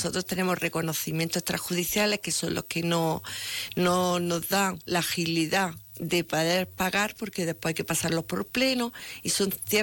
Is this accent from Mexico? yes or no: no; Vegas del Genil, Andalusia, Spain; siempre me doy una vuelta por Pursil, Ambre y Belicena y veo el estado en que se encuentra por la mañana mi pueblo.